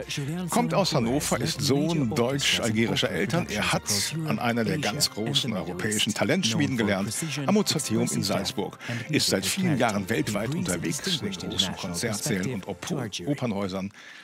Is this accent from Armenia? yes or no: yes; Armenia; vor allem weil es in diesem Jahr in Armenien stattfindet, meiner Heimat.